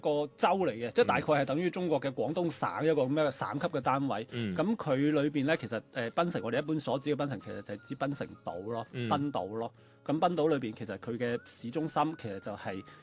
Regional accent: Guangdong, China; 作为广东人嚟讲咧

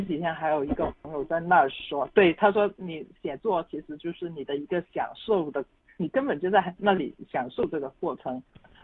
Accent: Guangdong, China; 我们广东人

